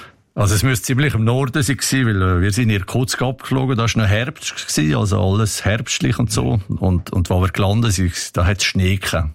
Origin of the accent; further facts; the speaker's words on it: Switzerland; als Schweizer